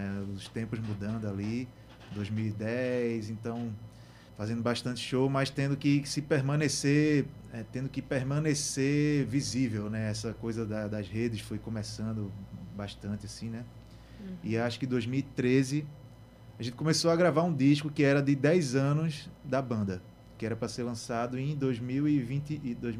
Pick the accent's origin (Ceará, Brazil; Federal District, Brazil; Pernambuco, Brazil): Pernambuco, Brazil; Recife; A gente é aqui de Recife, né, meio envergonhado assim.